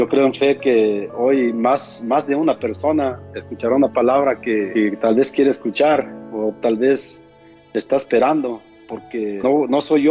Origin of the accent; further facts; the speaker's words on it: San Luis Potosí, Mexico; Yo soy de San Luis Potosí, de allá de un ranchito de la sierra. Allá, digamos que entre las piedras vivo yo, mis hermanos. Así que ya se imaginarán, pues, una persona que está allá, que viene de ranchos sin estudios